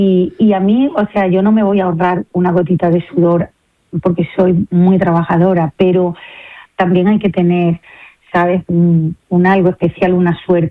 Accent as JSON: {"language": "Spanish", "region": "Andalusia", "country": "Spain", "said": "los tres somos andaluces"}